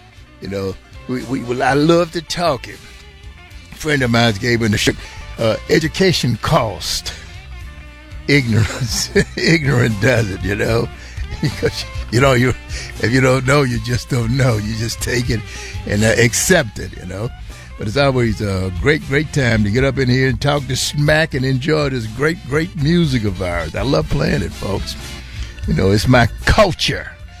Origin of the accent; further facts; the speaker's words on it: United States; Hey, this is my country. I am an American, not a hyphenated American